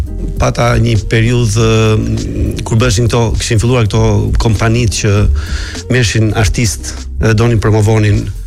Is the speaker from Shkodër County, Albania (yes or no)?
no; Sarandë, Vlorë County, Albania; Unë isha nga Saranda, na kapën Korfuz, na nien det, na kapën, na kthyen.